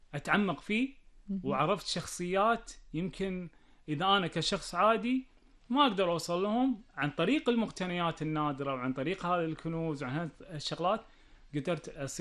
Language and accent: Arabic; Kuwait; وإحنا يعني كشعب كويتي